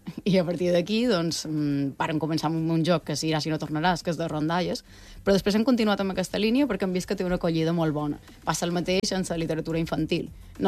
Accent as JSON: {"language": "Catalan", "region": "Balearic Islands", "country": "Spain", "said": "Aquest simple detall fa que jo, com a persona mallorquina, pugui sentir aquell conte"}